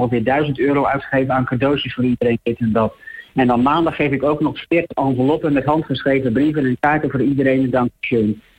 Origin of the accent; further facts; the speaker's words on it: Netherlands; Ik zeg, nou, ik kom uit Holland.